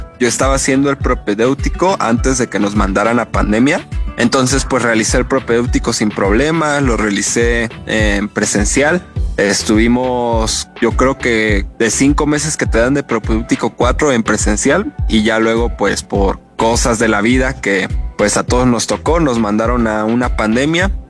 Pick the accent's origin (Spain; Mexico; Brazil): Mexico; Hidalgo; Nosotros como somos hidalguenses, pues el huapango es algo que nos representa.